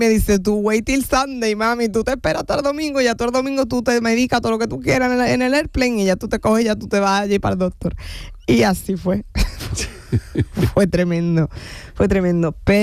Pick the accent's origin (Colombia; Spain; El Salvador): Spain; Andalusia; Yo soy andaluza, pero tengo una parte un poquito estadounidense aquí en la cabeza.